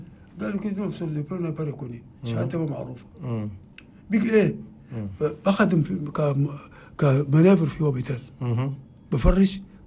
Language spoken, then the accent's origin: Arabic; Chad; اللغة العربية لغتنا الأم، ما في تشادي ما يسمك اللغة العربية